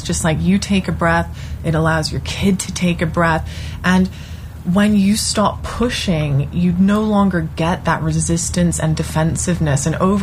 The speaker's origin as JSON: {"language": "English", "country": "Hong Kong", "tie": "born or raised there", "said": "growing up in Hong Kong"}